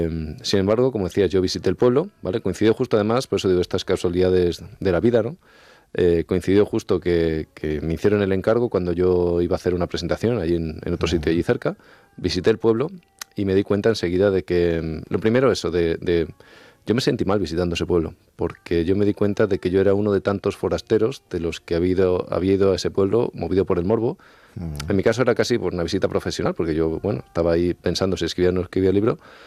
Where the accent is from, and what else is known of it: Extremadura, Spain